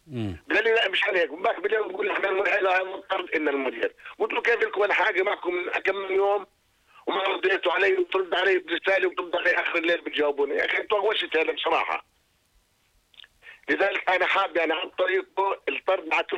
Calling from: Jordan; داخل المملكة الأردنية

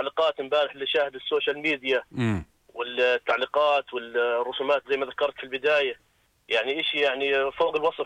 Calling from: Jordan; احنا كجماهير اردنيه

